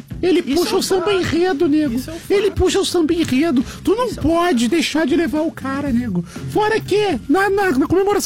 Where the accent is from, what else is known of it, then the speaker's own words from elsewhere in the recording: Rio Grande do Sul, Brazil; also born or lived in Rio de Janeiro; eu sou gaúcho.